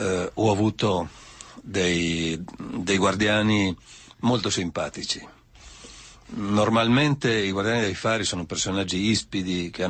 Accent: Trieste, Friuli-Venezia Giulia, Italy; io sono di Trieste.

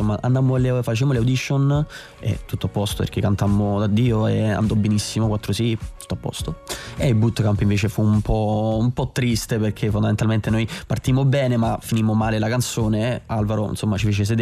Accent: Naples, Campania, Italy; io vengo da Napoli, precisamente vengo da Barra, un quartiere di Napoli, e un quartiere comunque difficile

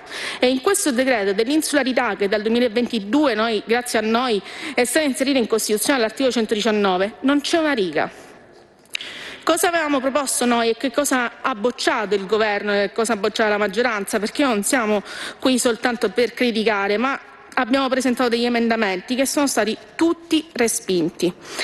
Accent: Sicily, Italy; mi consente un passaggio sulla mia terra, sulla Sicilia

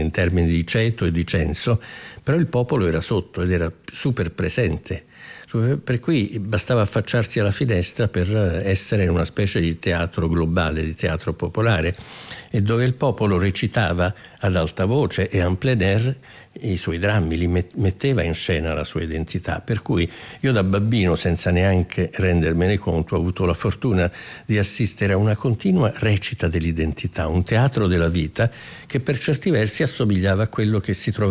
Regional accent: Naples, Campania, Italy; sono un napoletano assolutamente autentico, verace come si dice di solito, tant'è vero che sono nato alla Sanità.

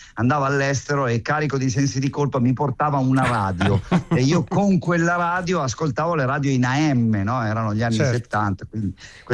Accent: Metanopoli, Lombardy, Italy; E allora lì a Metanopoli, perché io vengo da Metanopoli, sono un figlio del cane a sei zampe.

